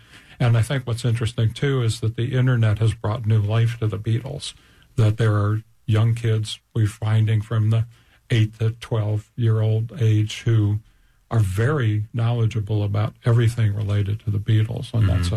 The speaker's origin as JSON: {"language": "English", "town": "Cleveland", "region": "Ohio", "country": "United States", "tie": "born or raised there", "said": "I remember specifically … I grew up in Cleveland, and so we had that as a big part of our life."}